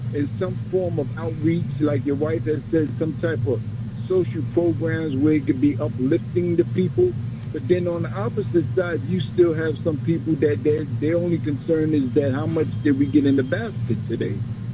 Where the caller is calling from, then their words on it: New York, United States; I'm from Queens.